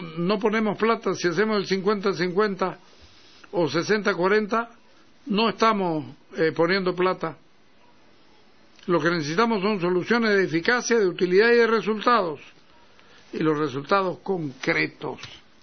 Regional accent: Bolivia; porque somos bolivianos

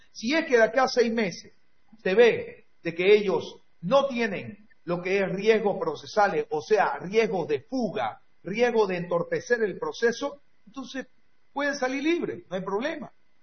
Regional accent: Bolivia; la cuenta que están queriendo que paguemos los bolivianos

